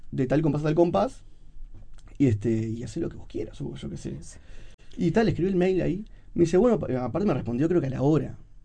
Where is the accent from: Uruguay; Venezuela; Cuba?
Uruguay; born there; esa cosa uruguaya, que yo no toco blues como se toca en Estados Unidos, porque no soy estadounidense.